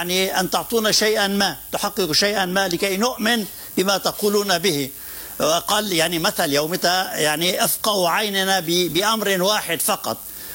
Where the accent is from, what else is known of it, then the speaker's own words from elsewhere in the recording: Lebanon; نحن كلبنانيين يعني كمعنيين بالشأن الجنوبي